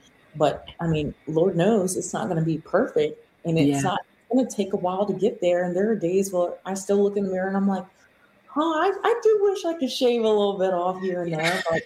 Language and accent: English; South Carolina, United States; My older sister had gone to Clemson. I grew up in South Carolina. Like that was my dream school.